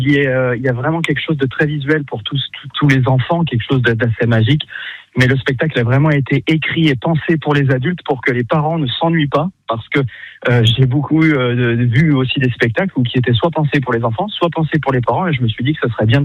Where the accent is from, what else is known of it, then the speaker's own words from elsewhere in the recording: Auvergne-Rhône-Alpes, France; venir jouer chez moi dans la Loire